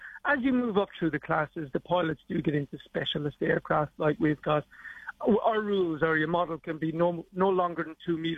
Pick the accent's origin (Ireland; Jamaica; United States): Ireland; For me, my story is that I grew up in Ireland, in case you haven't picked it. I grew up in Ireland.